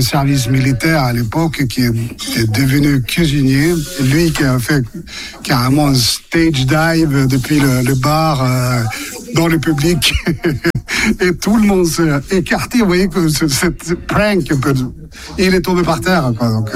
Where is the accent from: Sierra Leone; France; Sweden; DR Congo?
Sweden; Moi je viens de Suède